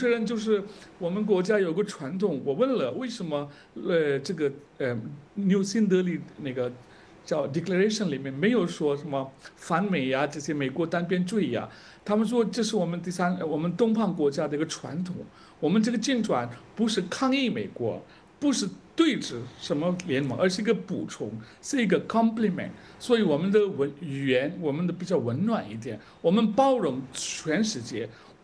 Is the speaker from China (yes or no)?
no; India; Chinese is a second language; 但是呢，我们印度人特别期待的这段时间是